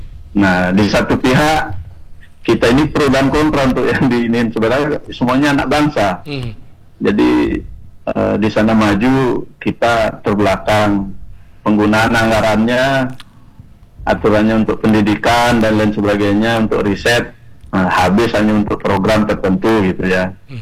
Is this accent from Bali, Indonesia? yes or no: yes; Bali, Indonesia; kami sebagai warga Bali